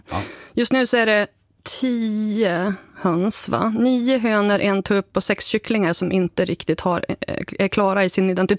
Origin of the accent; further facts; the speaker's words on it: Sund, Västernorrland County, Sweden; Jag fastnade i att jag är från Sund, men jag bor inte i Sund. Utan jag, nej. Jag bodde i Sund slash Domsjö.